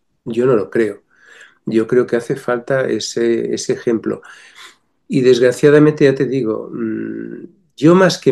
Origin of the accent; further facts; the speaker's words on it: Extremadura, Spain; Soy extremeño profundo, pero no se nota.